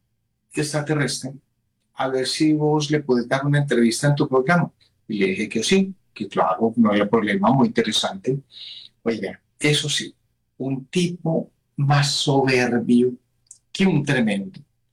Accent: Medellín, Antioquia, Colombia; No, en Medallo, Medallo.

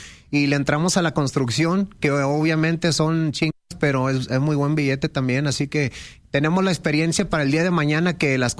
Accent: Los Angeles, California, United States; born there; Yo en sí, cuando yo soy nacido en Los Ángeles y lo tradicional para mí era lo del hip hop, la música de inglés.

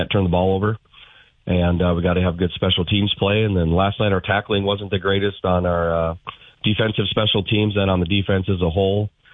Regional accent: Twin Cities, Minnesota, United States; When I grew up in the Twin Cities in 1992, Minnetonka was big school football, and that was my high school, was also big school football.

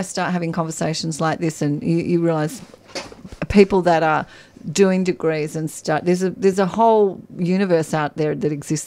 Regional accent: Perth, Western Australia, Australia; now in Melbourne, Australia; Have I ever told you that that's where I was born and I grew up?

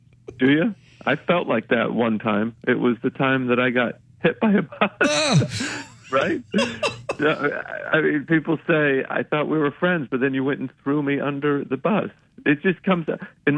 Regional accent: Idaho, United States; moved away as an adult; also born or lived in Utah; now in New York City, United States; I was born in Idaho, grew up there. I went to college in the faraway lands of Utah. So, and then eventually somehow made my way to New York City.

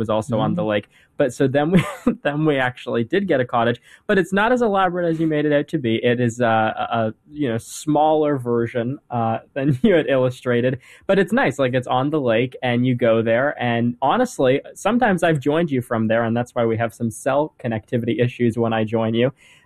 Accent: Canada; And that was interesting, just because I'm from Canada, who doesn't know me.

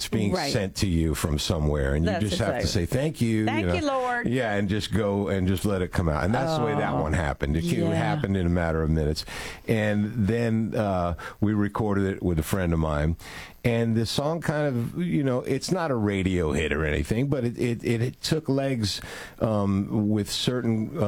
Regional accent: Florida, United States; I'm from Florida.

